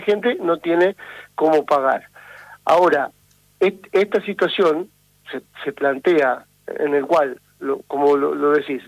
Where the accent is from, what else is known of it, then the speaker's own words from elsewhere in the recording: La Rioja, Argentina; Por eso mismo, porque no tenemos los riojanos, hablo como riojano, digamos, por eso digo, claro.